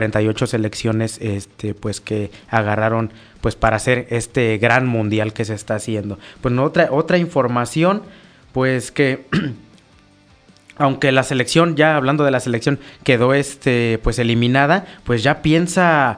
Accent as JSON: {"language": "Spanish", "country": "Mexico", "said": "somos que si mexicanos."}